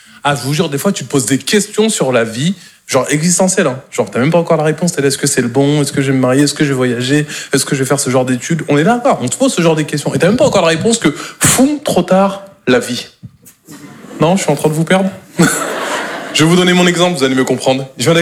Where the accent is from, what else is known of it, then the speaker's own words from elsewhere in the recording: Normandy, France; Moi, je suis normand de base